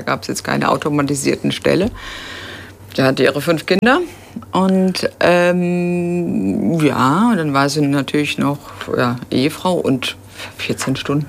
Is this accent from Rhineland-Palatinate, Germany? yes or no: yes; Bodenheim, Rhineland-Palatinate, Germany; also born or lived in Mainz; now in Nieder-Olm, Germany; Ich bin hier in Mainz geboren und in Bodenheim groß geworden. Also nicht weit von hier. Und hier in Mainz dann wieder Abitur gemacht und sogar studiert.